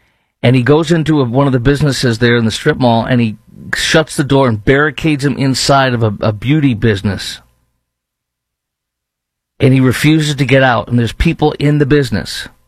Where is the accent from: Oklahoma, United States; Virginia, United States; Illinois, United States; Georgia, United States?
Illinois, United States; Chicago; moved away; John Paul II was the Pope John Paul II was the hero of the Polish of my Polish family growing up in Chicago.